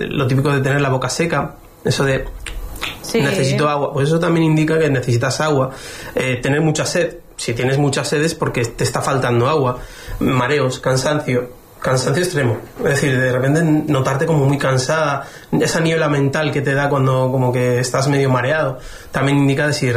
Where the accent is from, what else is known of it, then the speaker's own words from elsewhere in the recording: Basque Country, Spain; O sea, yo en el País Vasco, en mi pueblo, así, de memoria, te puedo decir que hay tres o cuatro fuentes. Y es un pueblo de 9.000 personas.